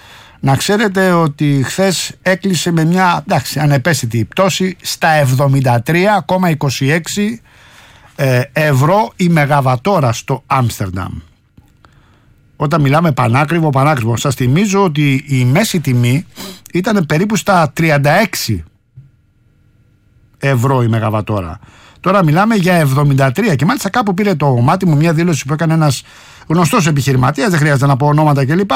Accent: Rafina, Attica, Greece; Εκεί στην πατρίδα μου, στη Ραφίνα, γιορτάζει η Παντοβασίλισσα.

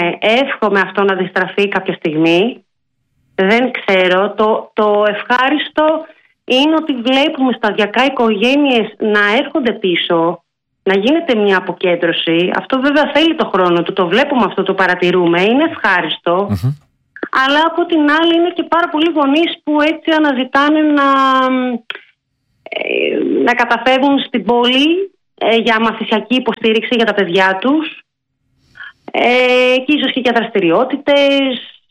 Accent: Sparta, Peloponnese, Greece; now in Karytaina, Greece; Κατάγομαι από Σπάρτη.

